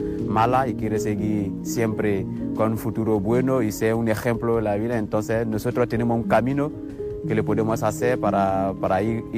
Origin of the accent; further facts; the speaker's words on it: Côte d’Ivoire; Y con la situación que pasaba en mi país, como no tenía muchos recursos financieros para poder vivir y todo eso, entonces tenía amigos que venían de otros países como Malí, de Guinea y todo eso, que trabajaban ahí en Costa de Marfil